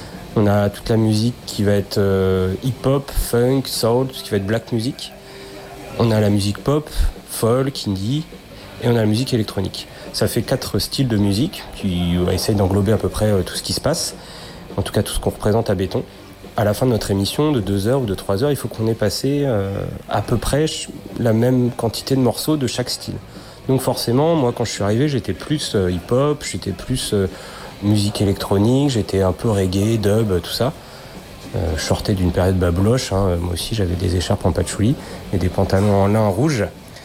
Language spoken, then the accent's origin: French; Bourges, Centre-Val de Loire, France; On les connaît forcément quand on est de la région centre. Moi, je viens de Bourges.